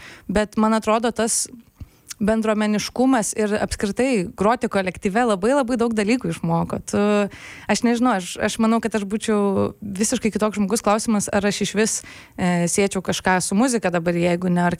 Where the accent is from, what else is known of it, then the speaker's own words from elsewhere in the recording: Pabradė, Vilnius County, Lithuania; moved away as an adult; now in Vilnius, Lithuania; Tai aš užaugau Pabradėje, tai iš Pabradės ir esu nu ir persikrausčiau į Vilnių 18 studijuoti.